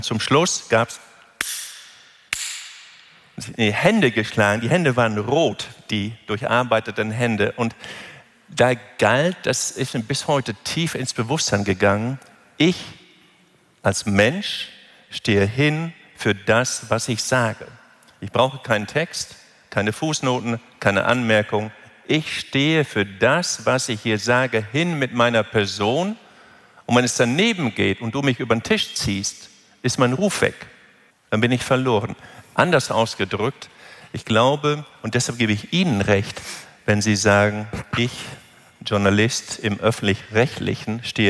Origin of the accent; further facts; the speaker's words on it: Lower Saxony, Germany; born there